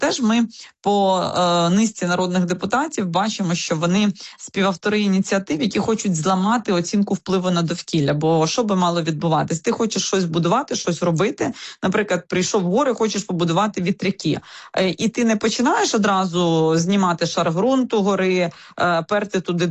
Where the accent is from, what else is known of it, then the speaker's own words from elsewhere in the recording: Kyiv Oblast, Ukraine; я сама з Київщини